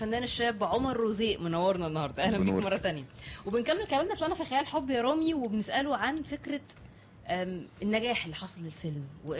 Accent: Egypt; عندنا في مصر

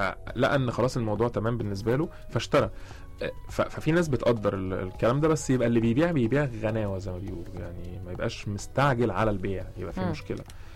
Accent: Egypt; احنا كمهندسين مصريين

